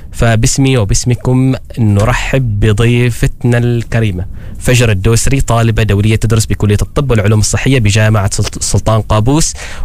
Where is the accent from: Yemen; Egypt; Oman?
Oman; واحنا شوي العمانيين عن لهجتنا تختلف عن لهجتكم